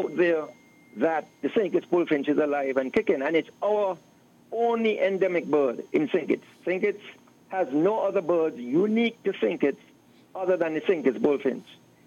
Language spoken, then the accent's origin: English; St. Kitts & Nevis; I remember I'm old guard now. So I grew up in Thinkits and Nevis and cricket was the biggest thing.